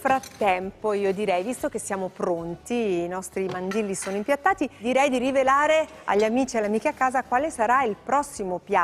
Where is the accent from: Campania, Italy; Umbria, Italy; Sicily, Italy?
Campania, Italy; io sono campana